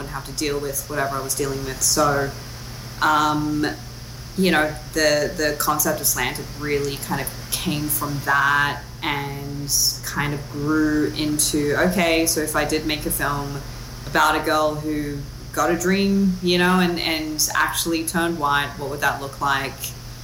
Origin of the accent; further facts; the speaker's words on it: Sydney, New South Wales, Australia; And it also made me think about when I was a teenager growing up in Sydney, And, you know, I think Australia's got a very complicated history.